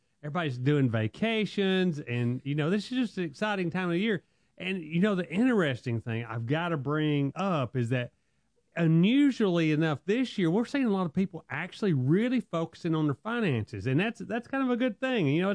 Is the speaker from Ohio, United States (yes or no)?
no; Alabama, United States; Now, we're from Alabama, so I'm going to go ahead and make fun of it.